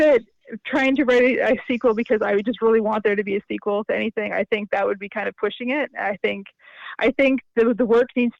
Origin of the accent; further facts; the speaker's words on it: Nova Scotia, Canada; I'm from Nova Scotia originally, yeah.